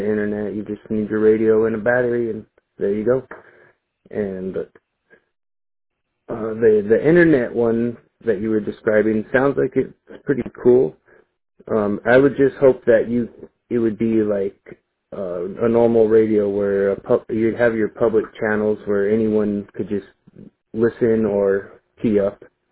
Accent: Tucson, Arizona, United States; now in Camp Verde, United States; I'm from Tucson, and I've lived in a lot of different places and traveled around, and I just wound up here

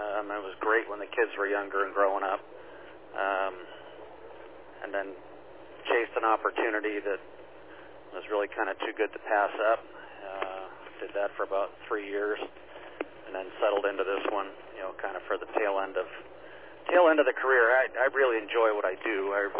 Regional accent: New York, United States; now in Southern California, United States; I grew up back in the Catskills, and you used to joke everything was like 20 minutes just because it was so rural. You know, the distances weren't long, but it was, you know, backcountry road kind of stuff.

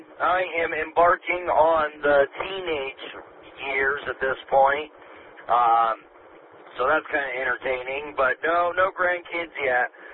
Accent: Pueblo, Colorado, United States; I'm from here. I'm born and raised in Pueblo, Colorado native. I lived in Virginia for a few summers at a time when I was in high school and college as a type of an internship. But other than that, I'm born and raised here in Pueblo.

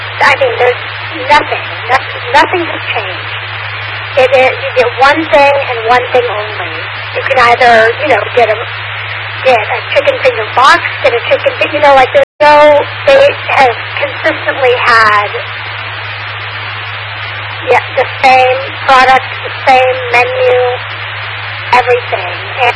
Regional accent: Baton Rouge, Louisiana, United States; So, as y'all know, I am from Baton Rouge, Louisiana, so the south of Louisiana

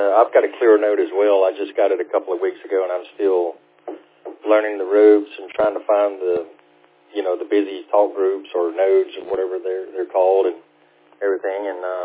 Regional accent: Alabama, United States; I grew up in South Alabama and then joined the Marine Corps in 1997.

